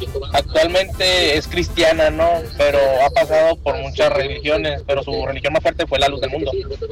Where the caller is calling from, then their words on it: Sonora, Mexico; Nosotros somos de Sonora.